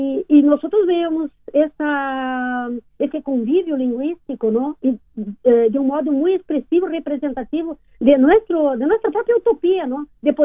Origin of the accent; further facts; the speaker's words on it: Brazil; somos brasileños